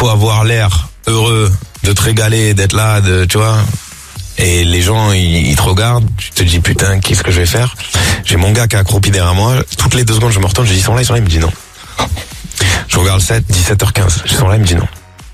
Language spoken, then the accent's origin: French; Marseille, Provence-Alpes-Côte d'Azur, France